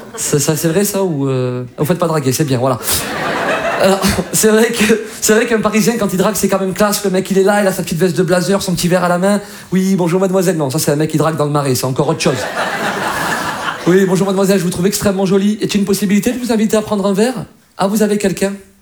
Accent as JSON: {"language": "French", "country": "Algeria", "said": "Ah, alors moi je vous parle d'Algérie parce que je suis originaire d'Algérie."}